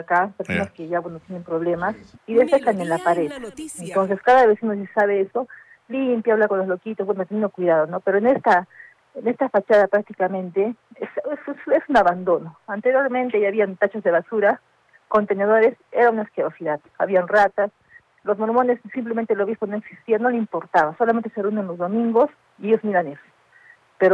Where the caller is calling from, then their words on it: Arequipa, Peru; yo soy una vecina de Selva Alegre, de acá de la avenida Lima con el pasaje Grau.